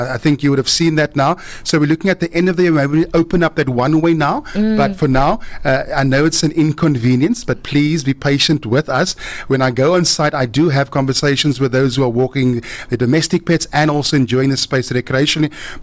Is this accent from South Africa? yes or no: yes; Western Cape, South Africa; I remember as a youngster growing up on the Cape Flats, I used to enjoy Strandfontein Pavilion.